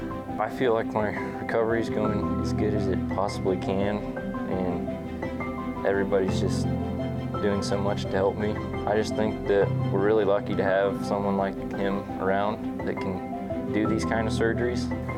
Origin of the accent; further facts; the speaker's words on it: Page, Nebraska, United States; I'm from Page, Nebraska.